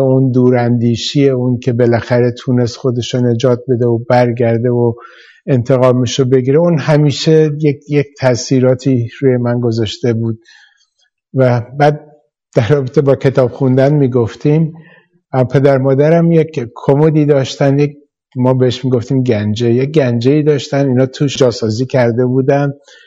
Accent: Shiraz, Fars, Iran; من در شیراز به دنیا اومدم در یک خانواده متوسط.

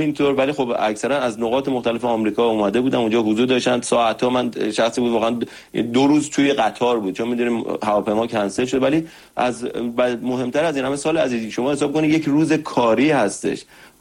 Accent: Iran; ما ایرانی هستیم

